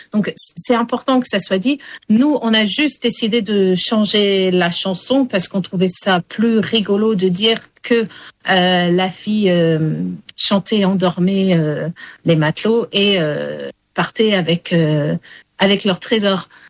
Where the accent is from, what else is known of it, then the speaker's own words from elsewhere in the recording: Wales, United Kingdom; Le français, en fait, c'est ma langue maternelle parce que c'est ma mère qui me parle français. Et ma mère m'a élevée au Pays de Galles. Et c'est pour ça que ce n'est pas ma langue maternelle parce qu'en fait, c'est l'anglais qui a pris le dessus sur le français.